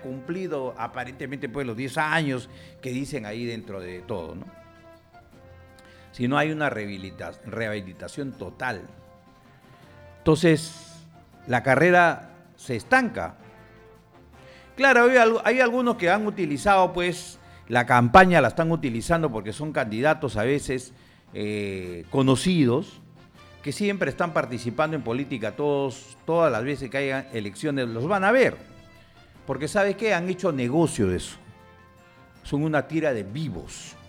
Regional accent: Peru; Somos peruanos

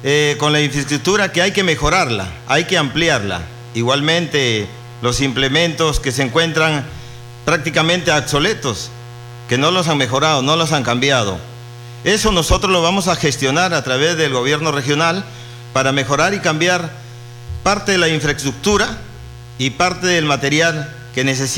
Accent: Tamarindo, Piura, Peru

